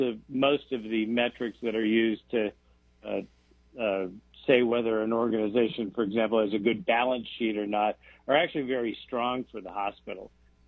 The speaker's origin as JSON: {"language": "English", "country": "United States", "said": "being an American and having this, you know, incredible privilege to live in this country."}